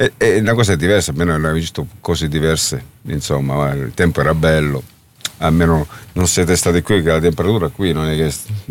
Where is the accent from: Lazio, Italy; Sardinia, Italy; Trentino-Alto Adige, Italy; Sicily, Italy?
Sicily, Italy; Milazzo; io sono di Milazzo, è un triangolo, siamo quasi distanti uno dall'altro 25, neanche 20 chilometri, diciamo.